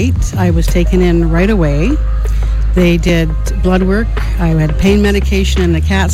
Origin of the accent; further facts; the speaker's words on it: Parry Sound, Ontario, Canada; moved away as an adult; now in Goddard; Originally, I grew up in Parry Sound.